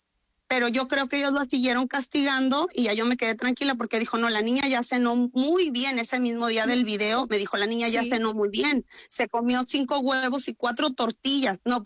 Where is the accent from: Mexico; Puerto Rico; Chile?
Mexico; Ciudad Mante, Tamaulipas; yo estoy a 3 horas, yo no soy de Madero, yo soy de Mante